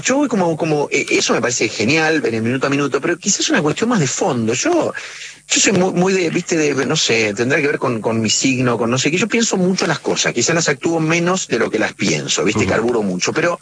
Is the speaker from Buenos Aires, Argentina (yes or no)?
no; Córdoba, Argentina; born there; En la ciudad de Córdoba.